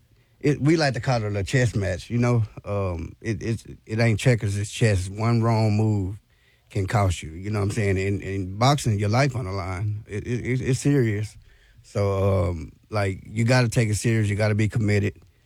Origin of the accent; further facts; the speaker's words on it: England, Arkansas, United States; England, Arkansas.